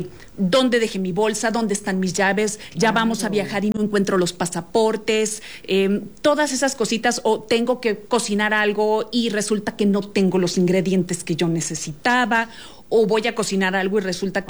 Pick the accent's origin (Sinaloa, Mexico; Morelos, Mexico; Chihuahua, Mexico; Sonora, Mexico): Sonora, Mexico; a final de cuentas norteña. Ajá. Soy de Sonora.